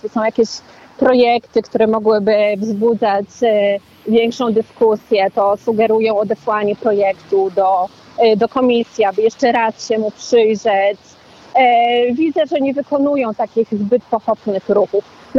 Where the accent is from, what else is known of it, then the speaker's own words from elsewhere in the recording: Kraków, Lesser Poland, Poland; U nas w Krakowie nie ma tego tak mocno zarysowanego na tej linii.